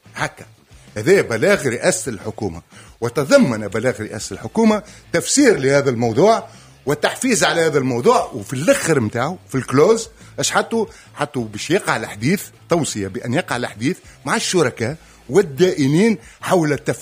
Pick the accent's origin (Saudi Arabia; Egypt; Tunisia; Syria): Tunisia; أنا كتونسي من مصلحتي باش نعرف غدوة الحي